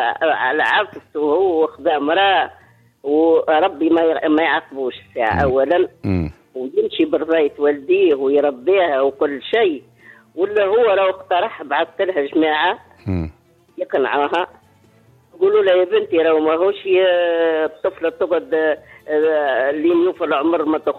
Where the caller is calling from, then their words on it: Hammamet, Nabeul Governorate, Tunisia; من الحمامات.